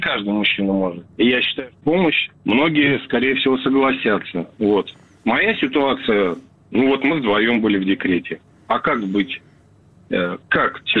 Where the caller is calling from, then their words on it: Krasnodar Krai, Russia; also born or lived in Tomsk; Я звоню вам с Кубани. Раньше проживал в городе Томск.